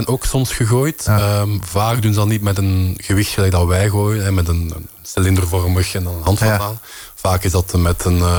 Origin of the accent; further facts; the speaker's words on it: Belgium; Ja, hooggooien kan ik nu ook als Belg wel goed.